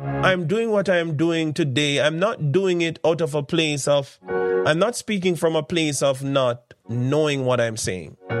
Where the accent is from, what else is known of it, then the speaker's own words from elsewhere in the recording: Spanish Town, Saint Catherine, Jamaica; I grew up in St. John's Road, for those who know, and that is why I'm not ashamed to say where I come from. I grew up St. John's Road, Spanish Town, 62. I'm very proud of where I'm from.